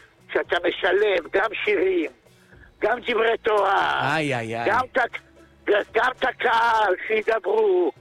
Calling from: Tel Aviv, Tel Aviv District, Israel; אני מתל אביב, מכפר שלם.

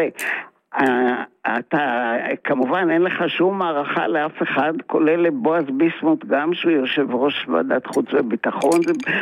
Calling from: Tel Aviv, Tel Aviv District, Israel; מתל אביב.

